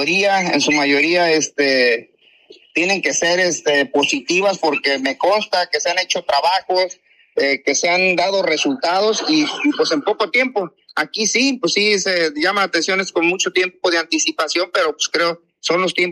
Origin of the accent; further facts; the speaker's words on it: Manzanillo, Colima, Mexico; tú y yo somos aquí de Manzanillo